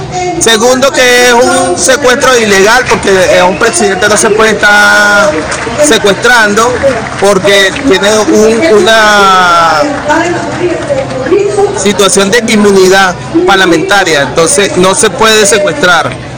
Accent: Venezuela; Y nosotros como venezolanos y miembros revolucionarios queremos que nos lo regresen al presidente

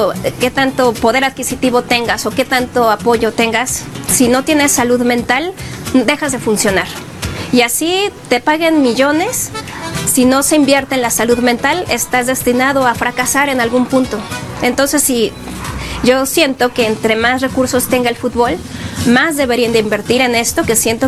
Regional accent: Mexico; soy mexicana

